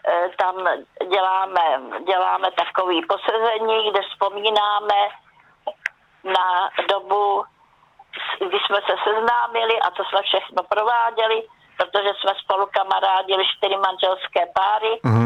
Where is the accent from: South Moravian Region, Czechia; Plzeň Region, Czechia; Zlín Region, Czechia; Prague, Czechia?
Plzeň Region, Czechia; bych se chtěla podívat do kraju mého dětství, to znamená na Plzeňsko.